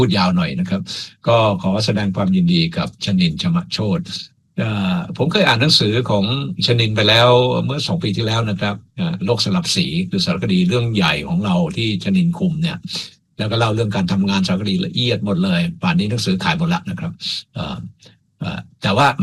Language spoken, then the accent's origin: Thai; Pak Chong, Nakhon Ratchasima, Thailand; ผมเป็นคนปากช่อง